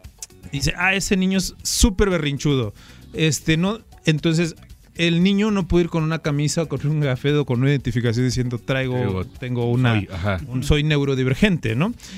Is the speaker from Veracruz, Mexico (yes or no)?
yes; Acayucan, Veracruz, Mexico; yo soy de Acayucan. Uh-huh. Y aunque estamos en Veracruz, culturalmente la forma en la que nosotros nos expresamos en el sur, en el norte y en el centro es totalmente diferente.